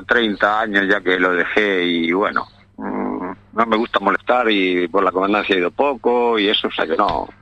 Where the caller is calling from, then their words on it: Almería, Andalusia, Spain; en Almería, sí, en mi tierra.